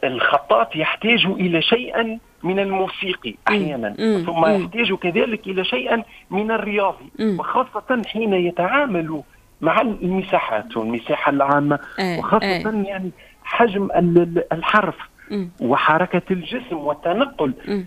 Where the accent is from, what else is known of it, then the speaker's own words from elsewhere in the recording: Kairouan, Kairouan Governorate, Tunisia; كوني أنا ترعرعت في مدينة القيروان، موروث معماري وثقافي حضاري كبير برشا